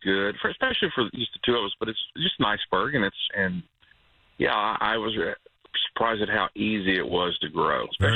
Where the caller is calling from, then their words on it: College Station, Texas, United States; From Aggieland.